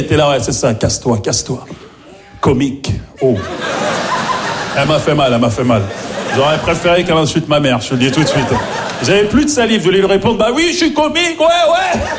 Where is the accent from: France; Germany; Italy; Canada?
France; Maisons-Alfort, Île-de-France; j'ai grandi à Maison Alfort, en plus, tu vois, dans le 9K